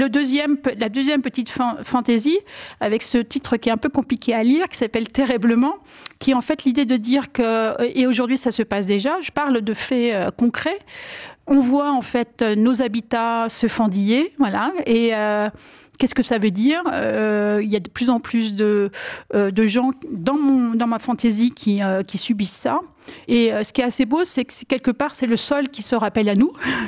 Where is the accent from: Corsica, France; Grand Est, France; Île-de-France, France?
Grand Est, France; born there; Alors, je suis née dans la Marne. Je suis née dans ce qu'on appelait la Champagne pouilleuse.